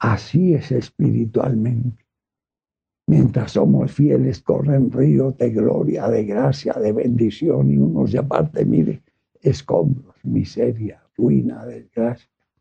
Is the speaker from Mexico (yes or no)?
no; Colombia; se nos está incendiando el país.